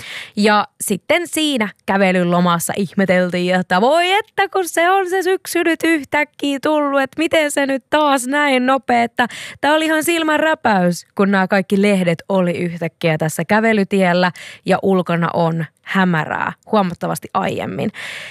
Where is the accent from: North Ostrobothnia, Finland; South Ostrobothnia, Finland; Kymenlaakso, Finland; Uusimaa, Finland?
South Ostrobothnia, Finland; Seinäjoki; Seinäjoelta, mistä olen kotoisin, tarkemmin ottaen Nurmosta